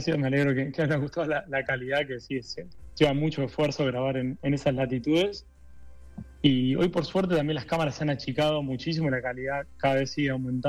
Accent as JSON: {"language": "Spanish", "region": "Buenos Aires Province", "country": "Argentina", "said": "Somos de las afueras de Buenos Aires."}